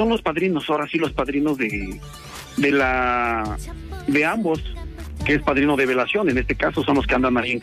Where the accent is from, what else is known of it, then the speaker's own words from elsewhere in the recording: Toluca, State of Mexico, Mexico; De aquí de Toluquita la Bella, del Estado de México.